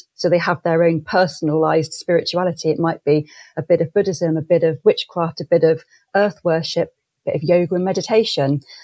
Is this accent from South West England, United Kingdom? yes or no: yes; Clevedon, South West England, United Kingdom; also born or lived in Bristol; now in Stroud, United Kingdom; So I grew up in Clevedon, which is a seaside Victorian town between Weston-super-Mare and Bristol. And I lived there till I was 17, then moved to the nearest city, Bristol.